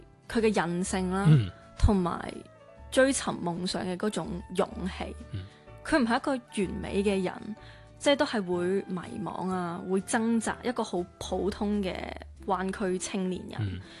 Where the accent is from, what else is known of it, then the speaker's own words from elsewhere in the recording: Macau; moved away; 我同麥思玉一樣都是土生土長的澳門人，跟住出去打拼搏，